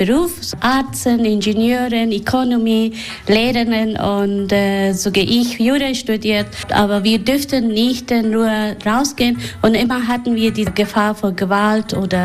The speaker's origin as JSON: {"language": "German", "region": "Kabul", "country": "Afghanistan", "lives_now": "Germany", "said": "Nee, ich komme aus Kabul, ja."}